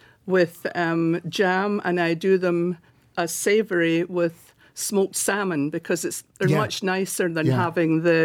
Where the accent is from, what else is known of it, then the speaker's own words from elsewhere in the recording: Scotland, United Kingdom; I do go back to my hometown when I go back to Scotland, and I have a house there.